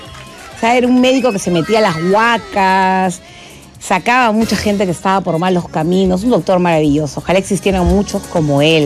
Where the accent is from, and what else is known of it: Peru